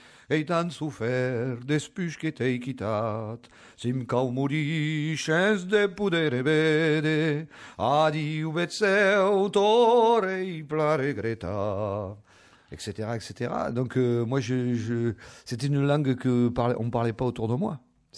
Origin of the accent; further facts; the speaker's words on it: Pau, Nouvelle-Aquitaine, France; Alors, j'ai la voix du café, de là où je suis né, à Pau, avec mes oncles et tout ça qui chantaient, les gens qui passaient.